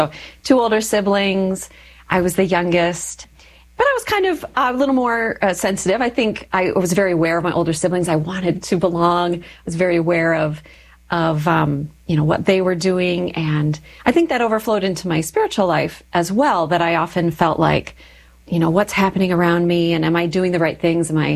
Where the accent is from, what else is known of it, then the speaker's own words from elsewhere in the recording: Minnesota, United States; Sure. So I'm from Minnesota. And I grew up in a wonderful family.